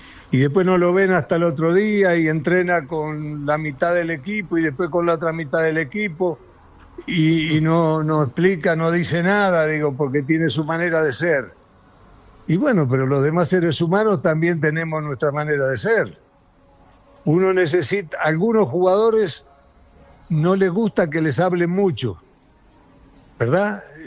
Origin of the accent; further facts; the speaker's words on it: Uruguay; Los uruguayos no somos como los chilenos, ni somos como los argentinos siquiera, que estamos ahí enfrente.